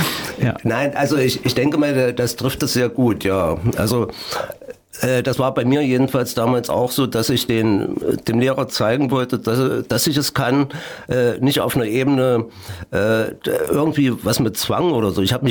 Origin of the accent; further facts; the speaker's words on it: Mühlhausen, Thuringia, Germany; also born or lived in Eschwege; dass ich wo groß geworden bin in der DDR.